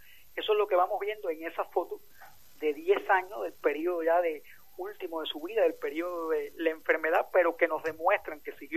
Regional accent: San Germán, Holguín, Cuba; born there; el primer día que yo lo vi en mi pueblo

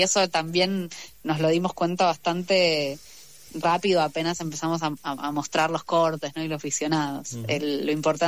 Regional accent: Buenos Aires, Argentina; yo soy de Flores y soy bastante cerca

